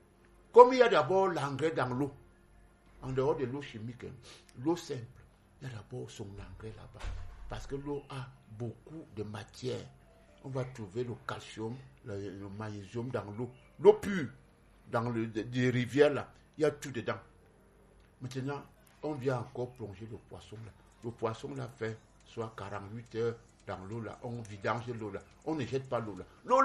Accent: Cameroon

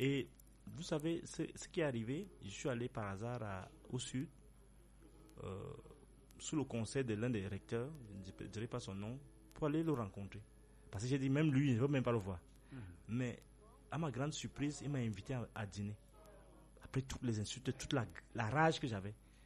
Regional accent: Cameroon; moved away as an adult; c'est grâce à lui aussi que je suis sorti du Cameroun. Mmh. En 2005, après la grève des étudiants, j'ai bénéficié d'une bourse de mobilité pour le Canada

